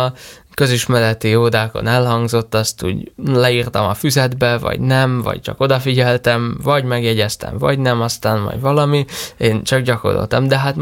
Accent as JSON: {"language": "Hungarian", "region": "Győr-Moson-Sopron", "country": "Hungary", "said": "én Győr mellől származom"}